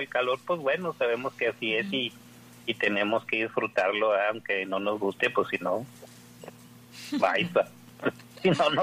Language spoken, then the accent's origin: Spanish; Ciudad Juárez, Chihuahua, Mexico; somos de aquí de Juárez y nos decimos diocesanos